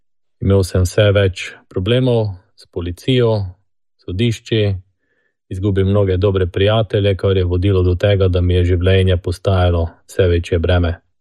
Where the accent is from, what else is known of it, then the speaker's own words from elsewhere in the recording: Prekmurje, Slovenia; now in Maribor, Slovenia; z družino živimo v Mariboru, odraščal sem pa v Prekmurju, v precej konfliktni družini